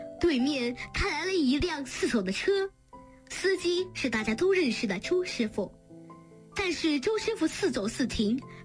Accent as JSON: {"language": "Chinese", "town": "Mianyang", "region": "Sichuan", "country": "China", "tie": "born or raised there", "said": "著名的中国两弹城就在我的家乡绵阳市梓潼县。"}